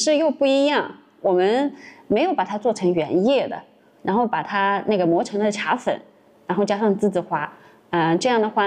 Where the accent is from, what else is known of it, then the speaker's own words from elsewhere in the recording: Daicun, China; 然后也是作为我土生土长的戴村人，也是作为三清茶的那个非遗传承人